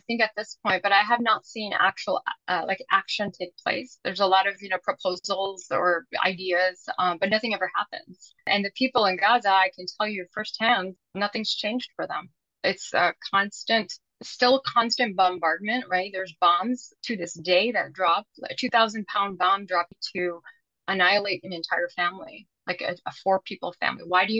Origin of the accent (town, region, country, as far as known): United States